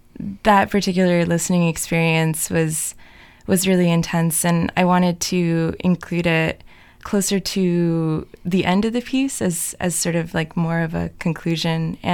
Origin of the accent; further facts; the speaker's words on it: Latvia; English is a second language; I've contributed to Radia twice so far. I'm from Latvia, and I took some of the Zooms with me back home over Christmas break